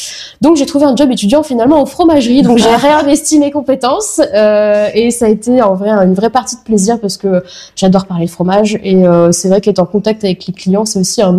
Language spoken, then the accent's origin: French; Coulommiers, Île-de-France, France; moi je suis originaire de la ville de Coulommiers, donc la ville du fromage. Donc je viens d'une famille fromagère